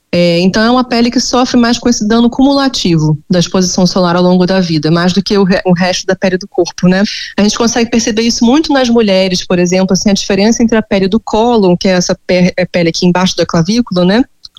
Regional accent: Rio de Janeiro, Brazil; Eu sou do Rio

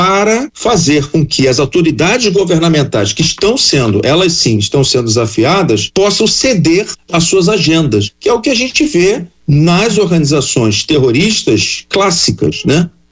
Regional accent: Brazil; Nós somos brasileiros

